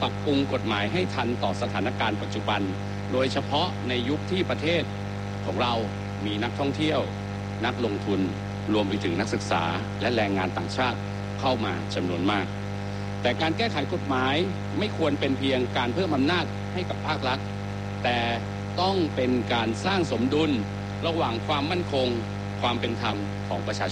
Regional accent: Pattaya, Chonburi, Thailand; ยิ่งตามหัวเมืองท่องเที่ยวเช่นเมืองพัทยาบ้านเกิดผมเองครับท่านประธาน

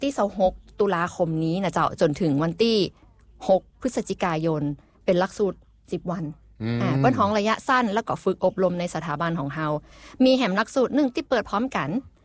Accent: Chiang Mai, Thailand; ก็เป็นคนต่างเจียงใหม่เนี่ยก็อู้เมืองอู้ม่วนกันเนาะ

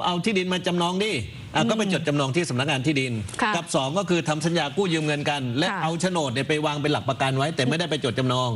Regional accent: Bangkok, Thailand; เราคนกรุงเทพปริมณฑลเนี่ยที่ดินแถวหนองจอก

